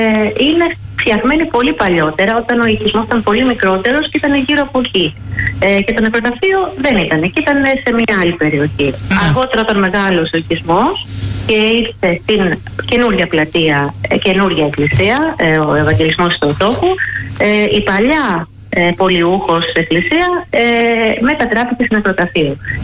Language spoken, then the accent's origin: Greek; Kalyvia Thorikou, Attica, Greece; Λοιπόν, εμείς είμαστε από τα Καλύβια